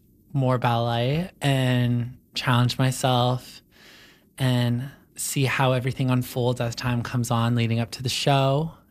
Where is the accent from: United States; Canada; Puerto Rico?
Canada; Langley, British Columbia; I grew up in Langley, BC